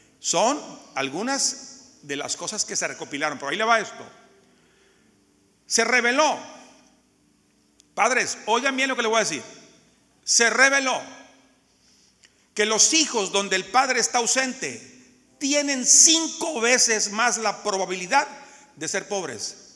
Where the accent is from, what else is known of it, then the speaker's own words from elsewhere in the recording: Monterrey, Nuevo León, Mexico; el barrio donde yo crecí. Yo soy de México, de Monterrey